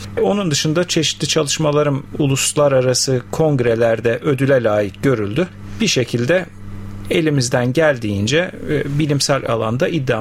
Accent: İskenderun, Hatay, Turkey; born there; now in Istanbul, Turkey; 1979 İskenderun doğumluyum.

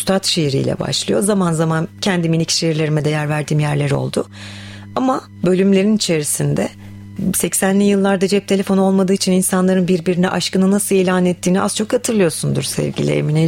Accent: Samsun, Turkey; Ben doğma büyüme Samsunluyum.

